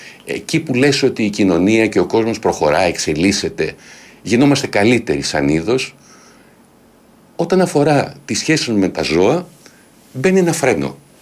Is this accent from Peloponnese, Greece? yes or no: yes; Nafplio, Peloponnese, Greece; moved away as an adult; now in Athens, Greece; Εκεί μεγάλωσα, δεν γεννήθηκα εκεί, εκεί μεγάλωσα. Είναι ένας τόπος ο οποίος με σημάδεψε, το κουβαλάω μαζί μου και θεωρώ τον εαυτό μου τυχερό που μεγάλωσε μια τόσο όμορφη πόλη δίπλα στη θάλασσα, δίπλα και μέσα στην ιστορία